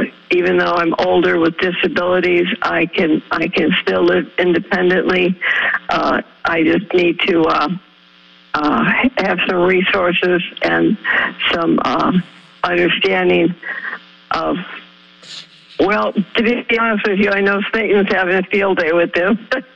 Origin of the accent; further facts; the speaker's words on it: Milwaukee, Wisconsin, United States; also born or lived in Clearwater / Pittsburgh; I was born and raised in Milwaukee. I lived in Clearwater when I was 16. I later married and had a child and moved to Pittsburgh.